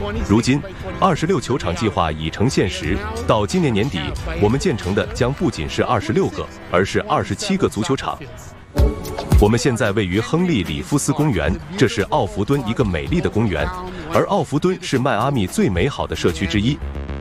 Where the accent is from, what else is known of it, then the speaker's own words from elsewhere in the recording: Italy; now in Miami, United States; 用我们意大利话说